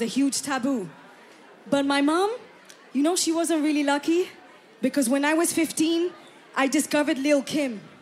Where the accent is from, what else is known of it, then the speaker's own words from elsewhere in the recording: India; because I'm Indian and I come from a very traditional family.